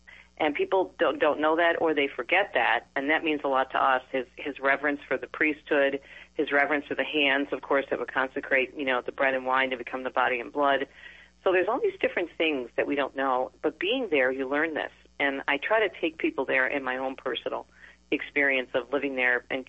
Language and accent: English; Detroit, Michigan, United States; also born or lived in Umbria, Italy; you come back here to my hometown of Metro Detroit, and there's, you know, it's a very, very busy area